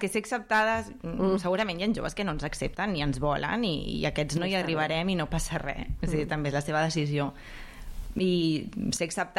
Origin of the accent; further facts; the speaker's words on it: Catalonia, Spain; però clar, jo vinc del Baix Llobregat, i és bastant diferent que aquí.